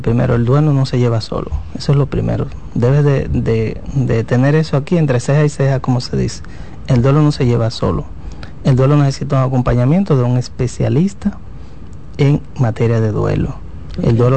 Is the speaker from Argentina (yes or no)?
no; Dominican Republic; nosotros como dominicanos